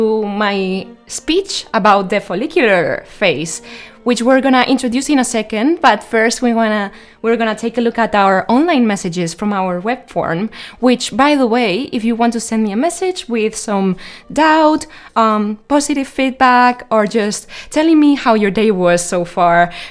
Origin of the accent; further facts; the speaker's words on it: Zaragoza, Aragon, Spain; moved away; Zaragoza, my hometown